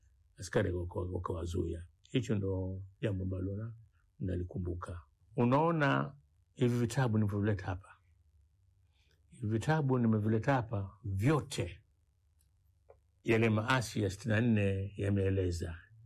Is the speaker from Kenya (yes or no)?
no; Dar es Salaam, Tanzania; nyumbani kwetu Kinondoni Mtasikenke